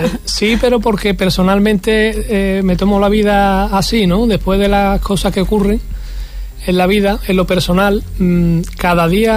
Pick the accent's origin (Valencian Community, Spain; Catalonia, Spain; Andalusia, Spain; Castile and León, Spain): Andalusia, Spain; Huelva; Para mí es un orgullo hablar de Huelva, que lo hago siempre, en cada lugar que estoy, porque pertenezco a una tierra que es la mía, ¿no?